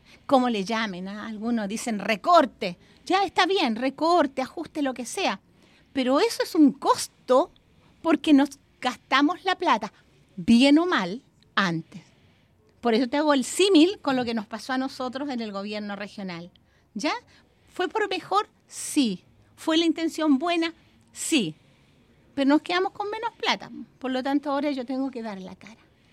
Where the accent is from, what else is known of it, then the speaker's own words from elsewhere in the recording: Chile; el Estado somos todos los chilenos.